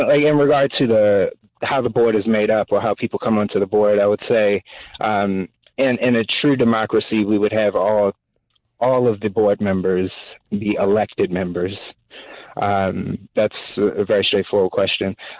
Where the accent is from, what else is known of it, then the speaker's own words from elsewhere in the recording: Baltimore, Maryland, United States; I'm born and raised in Baltimore City. I graduated from Baltimore City Public Schools. I used to be a teacher in Baltimore City Public Schools, and I still live in Baltimore City. So this is my home